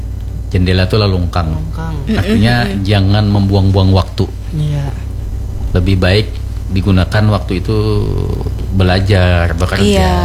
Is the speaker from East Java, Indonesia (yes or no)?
no; South Kalimantan, Indonesia; Makanya kita di Kalimantan ini, khususnya di Banjar ini, sangat jarang menemukan tulisan-tulisan kuno.